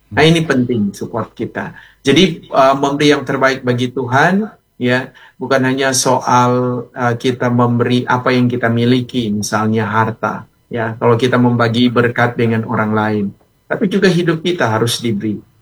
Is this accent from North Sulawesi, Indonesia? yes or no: yes; Manado, North Sulawesi, Indonesia; Meskipun kita orang Manado, Mike. Iya, dapat rasanya nyenda enak dang, ya.